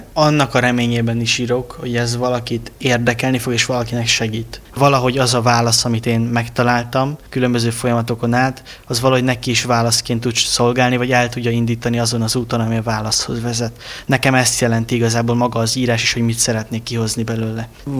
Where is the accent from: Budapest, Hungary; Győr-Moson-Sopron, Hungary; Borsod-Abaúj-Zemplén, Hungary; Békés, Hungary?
Győr-Moson-Sopron, Hungary; Sopron; Büszke soproni vagyok